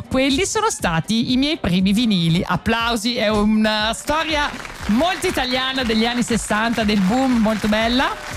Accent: Switzerland; moved away; Sono cresciuta in Svizzera.

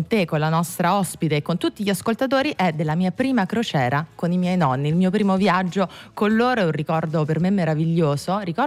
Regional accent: Salerno, Campania, Italy; now in Rome, Italy; E sono di Salerno, ma vivo a Roma.

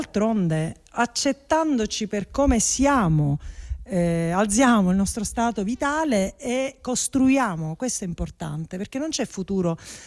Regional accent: Sicily, Italy; moved away; also born or lived in Belluno / Pordenone; nella mia terra

